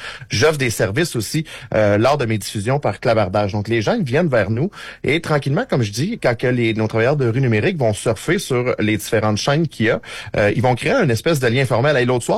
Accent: Quebec, Canada; chez nous au Québec

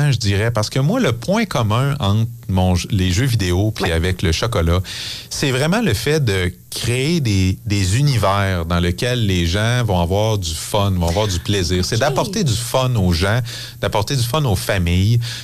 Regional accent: Canada; born there; first language French; Moi, je suis né au Canada, blanc, francophone, un père médecin

